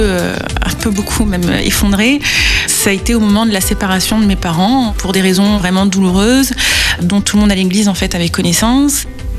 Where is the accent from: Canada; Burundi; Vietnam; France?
France; Réunion; also born or lived in Marseille / Valenciennes / French Guiana; je suis née à Marseille. J'ai grandi un peu à Valenciennes, un peu en Guyane et essentiellement à La Réunion.